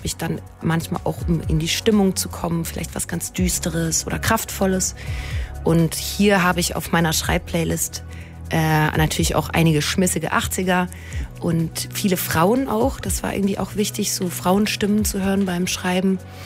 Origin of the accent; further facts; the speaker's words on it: Bavaria, Germany; accent: Upper Bavarian; Es könnte sein, dass mal der ein oder andere fränkische Satz rausrutscht oder mein Oberbayerisch, was ich quasi aus meiner Kindheit noch kann.